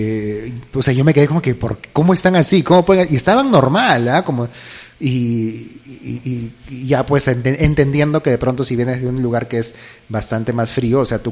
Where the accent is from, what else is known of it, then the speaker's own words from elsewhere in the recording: Lima, Peru; Bueno, yo soy de Lima, he vivido toda mi vida en Lima.